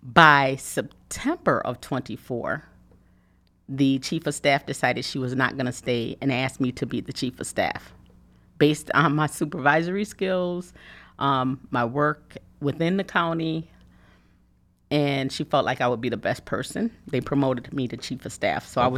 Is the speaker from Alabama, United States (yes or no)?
yes; Alabama, United States; born there; Well, I was born in Alabama.